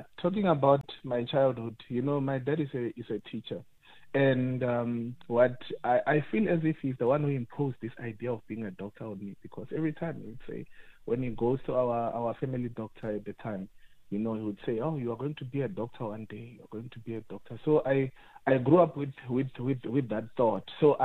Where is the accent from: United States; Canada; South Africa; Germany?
South Africa; Limpopo; I was born in Limpopo from a teenage mother, and we come from a place, a village, you know, and where there were not so much opportunities